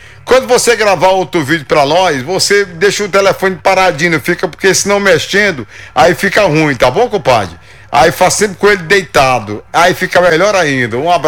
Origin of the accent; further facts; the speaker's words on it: Bacabal, Maranhão, Brazil; Eu sou de São José das Verdades, município de Bacabal